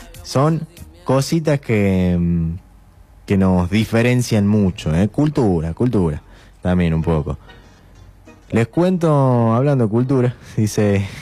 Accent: Argentina; Y bueno, par de cositas que nos pasan como argentinos también, ¿no?

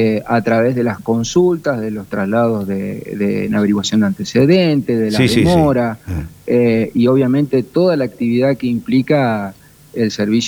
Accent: Argentina; somos todos argentinos

